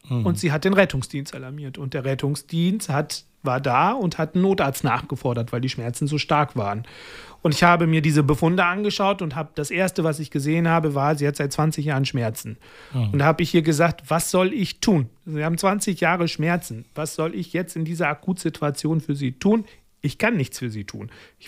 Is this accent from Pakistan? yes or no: yes; Pakistan; German is a second language; now in Germany